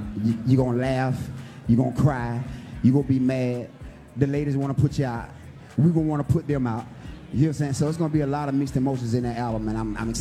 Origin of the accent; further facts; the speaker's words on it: Wagner, South Carolina, United States; I'm all from Wagner, South Carolina.